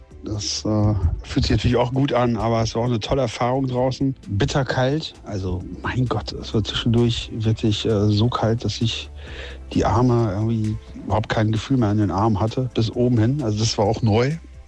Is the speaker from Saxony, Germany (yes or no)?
no; North Rhine-Westphalia, Germany; so als Westfale